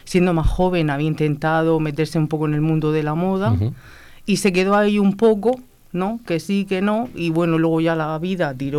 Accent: Region of Murcia, Spain; en mi tierra, en Murcia.

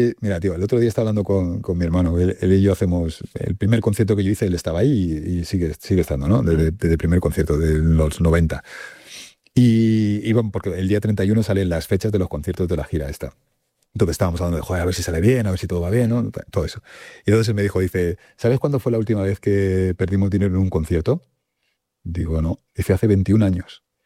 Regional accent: Torrejón, Community of Madrid, Spain; Pues si yo soy de Torrejón, ¿sabes?

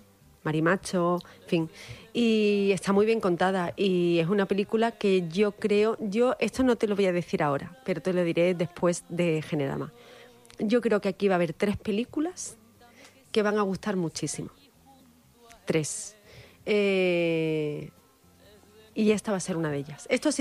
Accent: Málaga, Andalusia, Spain; Yo soy malagueña y vivo en Málaga y yo quiero muchísimo a mi ciudad y mi ciudad me ha dado mucho y yo le doy mucho a mi ciudad. Pero yo procuro, sobre todo fuera, decir que soy andaluza.

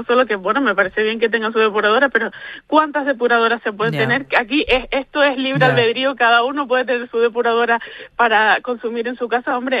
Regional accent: Lanzarote, Canary Islands, Spain; todos los lanzaroteños y lanzaroteñas

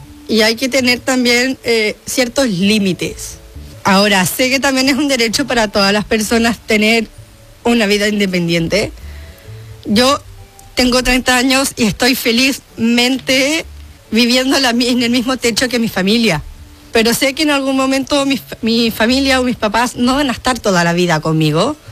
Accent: Chile; now in Barcelona, Spain; yo soy chilena, nacida en Chile y estoy aquí en Barcelona casi 6 años, se podría decir. 5 años y medio.

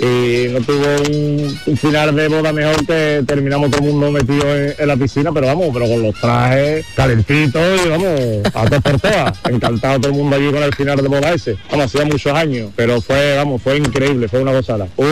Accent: Seville, Andalusia, Spain

